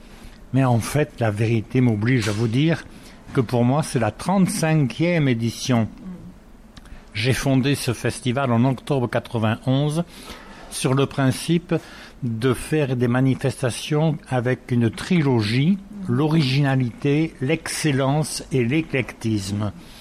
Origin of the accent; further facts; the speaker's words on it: Tarbes, Occitanie, France; moved away as an adult; also born or lived in Toulouse; Moi j'ai été élevé à Tarbes, je suis né à Tarbes, j'avais une mère très pratiquante